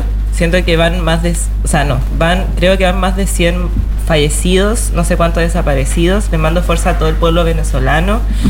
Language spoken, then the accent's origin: Spanish; Chile; soy chilena